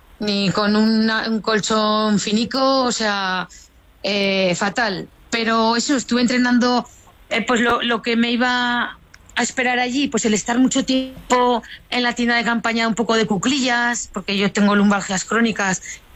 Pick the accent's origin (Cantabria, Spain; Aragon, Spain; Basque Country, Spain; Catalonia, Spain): Aragon, Spain; Bárdenas; visualizando la cima y la foto que quería traer aquí a mi pueblo, o sea, a Bárdenas.